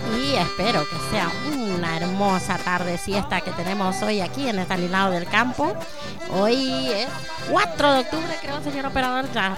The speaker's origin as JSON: {"language": "Spanish", "region": "Formosa", "country": "Argentina", "said": "la música de nuestro litoral argentino, la música que nos identifica como argentinos y sobre todo como formoseños"}